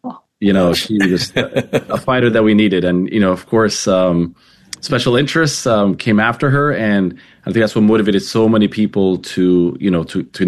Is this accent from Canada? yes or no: no; Gaza Strip, Palestine; now in United States; You know, I'm from Gaza, so, you know, this is all personal, you know.